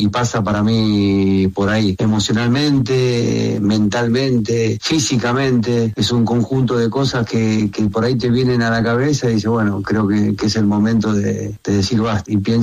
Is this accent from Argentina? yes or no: yes; Argentina; para nosotros que somos argentinos